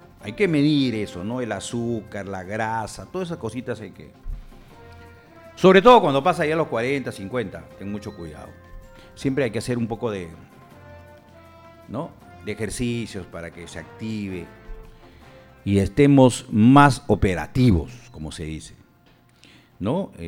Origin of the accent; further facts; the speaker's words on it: Peru; soy serrano también, ¿no? No me avergüenzo tampoco, me siento orgulloso, peruano al 100%.